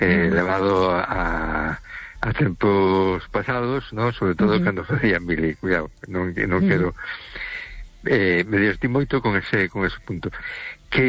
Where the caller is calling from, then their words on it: A Coruña, Galicia, Spain; de Coruña.